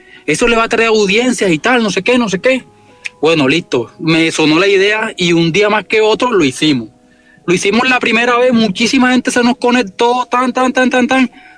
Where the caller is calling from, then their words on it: Arjona, Bolívar, Colombia; soy de Arjona Bolívar, vivo en Arjona Bolívar, municipio pues cerquita Cartagena.